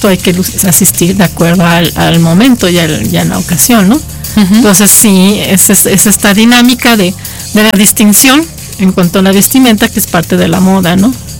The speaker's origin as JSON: {"language": "Spanish", "region": "Aguascalientes", "country": "Mexico", "said": "yo sí soy de Aguascalientes."}